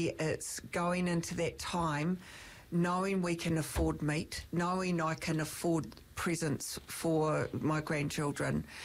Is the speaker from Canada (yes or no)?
no; New Zealand; I'm from Lovin